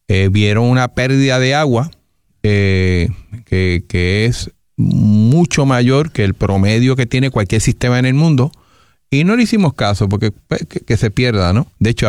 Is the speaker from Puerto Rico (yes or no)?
yes; Puerto Rico; yo obviamente soy del área de Valle del Turabo